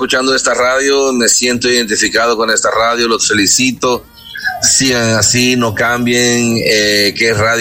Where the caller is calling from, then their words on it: El Salvador; Soy salvadoreño, radico aquí y todo